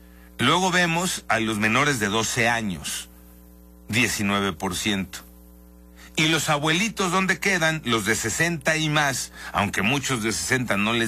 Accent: Mexico; ¿Cuántos somos? ¿Cuántos somos los mexicanos?

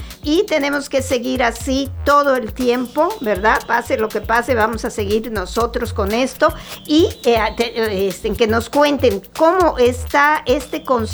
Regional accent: Yucatán, Mexico; Porque así somos los yucatecos. Nosotros somos distintos, estamos muy cerca de nuestro Señor

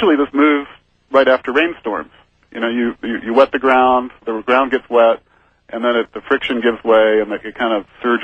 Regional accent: Hayward, California, United States; Yeah, that's a very active area. I grew up near Hayward, so I've got some local interest there.

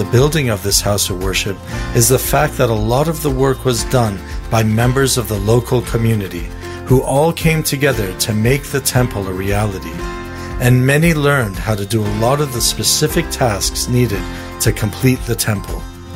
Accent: Papua New Guinea; I was raised in Papua New Guinea

